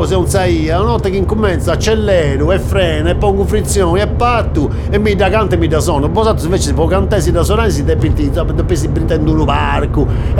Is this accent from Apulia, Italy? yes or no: no; Capoterra, Sardinia, Italy; Io sono di Capoterra.